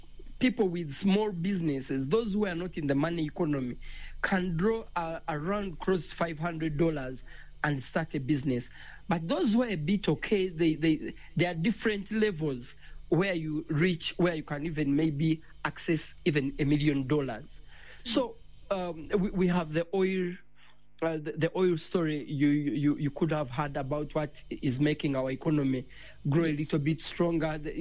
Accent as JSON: {"language": "English", "country": "Uganda", "said": "I'm from Uganda."}